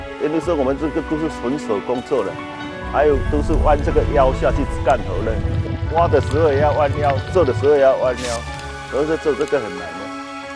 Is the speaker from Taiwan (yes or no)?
no; Anhai, Fujian, China; 土笋冻其实也叫土生蛋，是我们闽南这边特色小吃。传说以前在古代郑成功的时候，他来到我们安海，当时在这边操兵。